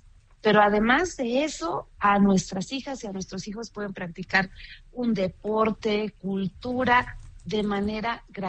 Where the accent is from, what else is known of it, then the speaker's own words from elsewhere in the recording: Mexico City, Mexico; Yo soy de Tlalpan, del sur de la ciudad, de estas zonas que son conurbadas al centro